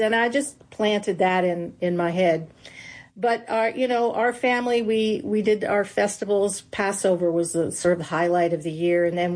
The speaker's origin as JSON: {"language": "English", "town": "Ottawa", "region": "Ontario", "country": "Canada", "tie": "born or raised there", "said": "So, yeah, I grew up in Ottawa, Canada. We are in a Jewish Orthodox conservative Jewish community."}